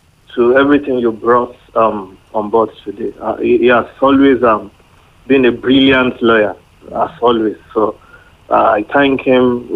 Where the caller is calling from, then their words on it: Nigeria; calling from Akumba.